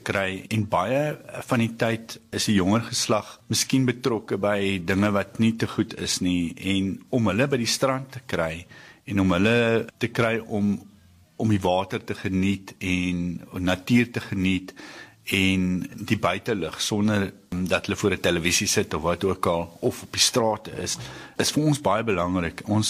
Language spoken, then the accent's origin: Afrikaans; Cape Town, Western Cape, South Africa; born there; ek is gebore daar in Oranjezig